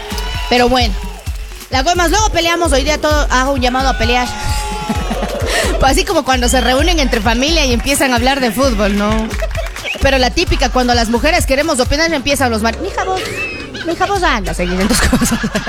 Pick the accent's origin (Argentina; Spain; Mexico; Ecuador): Ecuador; yo soy toda una ecuatoriana, bien cañari, bien inca, Atahualpa y el... ¿Cómo es el otro? Rumiñahui, son mis ancestros.